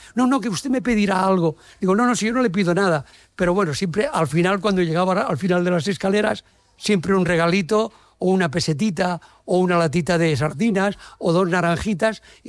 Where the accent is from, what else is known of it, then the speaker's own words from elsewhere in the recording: Jumilla, Region of Murcia, Spain; born there; Yo soy de Jumilla, decir algo.